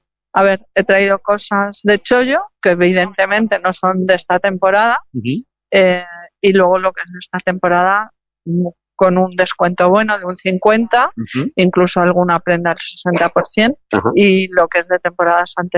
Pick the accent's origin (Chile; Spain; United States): Spain; Algemesí, Valencian Community; No soy de ahí. Empieza por A, pero soy de Algemesí.